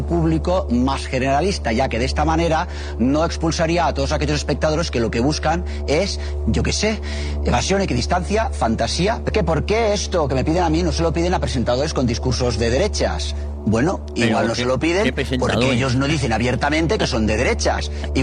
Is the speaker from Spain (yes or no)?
yes; Catalonia, Spain; que repito demasiado que soy mariquita y que se me nota mucho que soy catalán.